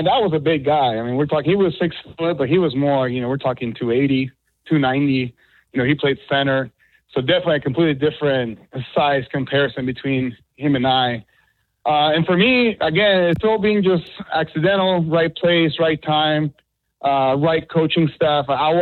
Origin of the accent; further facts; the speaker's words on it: Cancún, Quintana Roo, Mexico; moved away; it was something that I grew up with in Cancun.